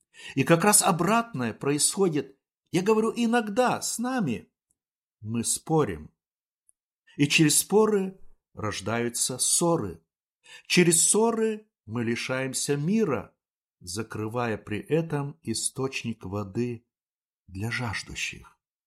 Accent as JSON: {"language": "Russian", "country": "Kazakhstan", "tie": "born or raised there", "said": "Я родился и вырос в Казахстане, в селении, где во время гражданской войны происходила война между правительственными войсками и с местными повстанцами."}